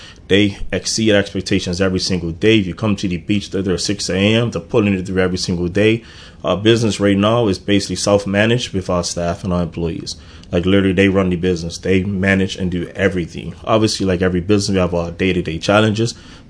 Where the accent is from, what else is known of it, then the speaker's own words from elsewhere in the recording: Bermuda; 100% Bermudian, 100% born and raised in Bermuda